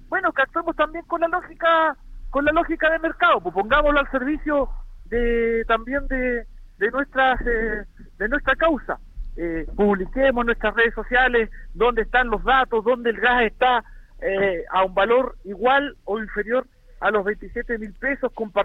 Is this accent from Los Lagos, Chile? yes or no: yes; Los Lagos, Chile; en mi tierra, en Palena